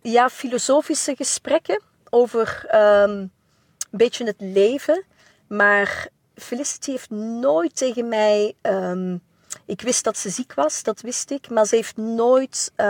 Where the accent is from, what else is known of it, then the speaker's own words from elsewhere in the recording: Belgium; Ze vond het ongelooflijk dat ik uit België kwam.